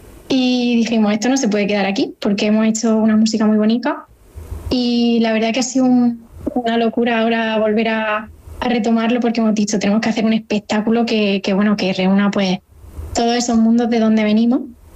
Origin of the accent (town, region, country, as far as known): Caravaca de la Cruz, Region of Murcia, Spain